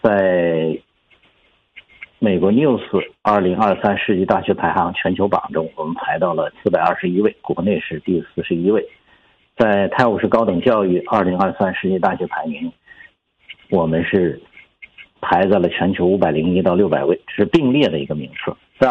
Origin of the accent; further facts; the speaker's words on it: Songyuan, Jilin, China; now in Beijing, China; 我是吉林松原人。